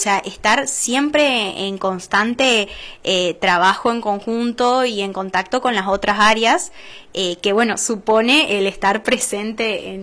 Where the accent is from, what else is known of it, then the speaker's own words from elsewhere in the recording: Argentina; muy agradecida de poder estar haciéndolo en mi ciudad natal, que bueno, que esa es Peña